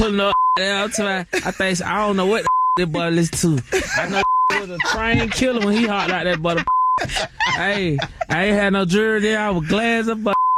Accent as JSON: {"language": "English", "town": "Atlanta", "region": "Georgia", "country": "United States", "tie": "born or raised there", "said": "I'm from Atlanta, born and raised."}